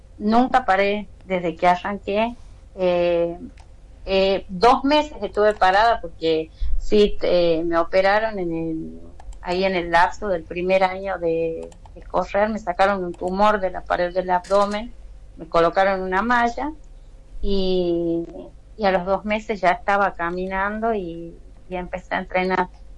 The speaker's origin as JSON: {"language": "Spanish", "region": "Tucumán", "country": "Argentina", "said": "De acá de Tucumán también viaja un amigo mío, Luciano López, de Tafí Viejo, somos los dos tucumanos"}